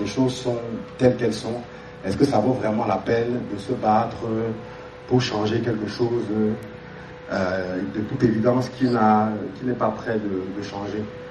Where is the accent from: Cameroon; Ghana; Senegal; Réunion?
Cameroon; En tant que Camerounais